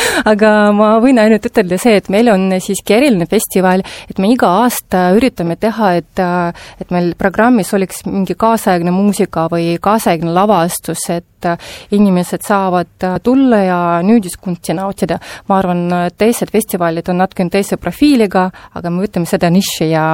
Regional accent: Narva, Ida-Viru County, Estonia; born there; ma olen sündinud Narvas

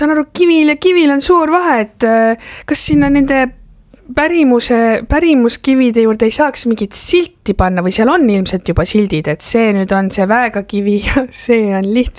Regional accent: Southern Estonia, Estonia; eriti Lõuna-Eestis, kust mina pärit olen

